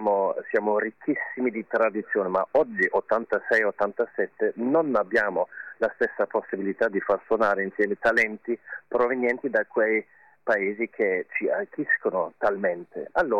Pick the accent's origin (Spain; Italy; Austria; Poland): Austria; Vienna; Anch'io sono di Vienna, sono a Vienna, ma è un nome italiano.